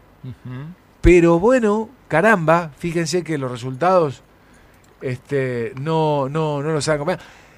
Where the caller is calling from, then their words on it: Ángel Gallardo, Santa Fe, Argentina; de Ángel Gallardo Santa Fe, 319 el DNI.